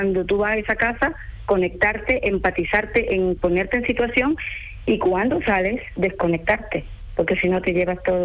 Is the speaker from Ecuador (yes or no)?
yes; Ecuador; now in Spain